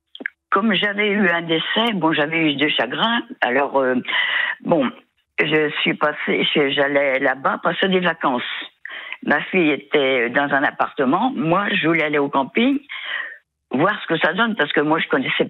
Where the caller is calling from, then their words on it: Pays de la Loire, France; Moi, je suis en Loire-Atlantique.